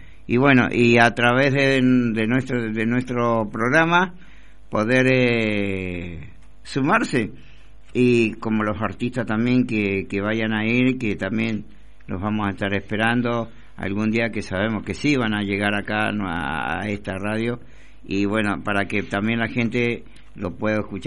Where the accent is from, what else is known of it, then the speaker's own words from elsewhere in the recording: Argentina; tenemos que estar orgullosos los argentinos